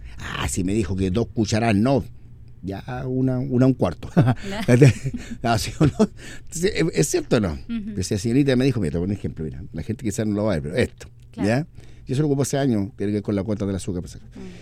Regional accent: Chile; Y si nosotros somos chilenos, yo siempre digo, somos chilenos

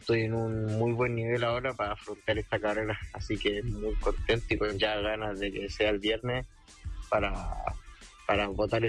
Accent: El Quisco, Valparaíso, Chile

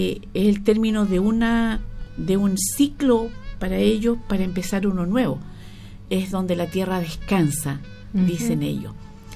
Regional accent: Chile; así como los chilenos tenemos algunas costumbres que no honra al Señor, pero que para eso está el pueblo cristiano.

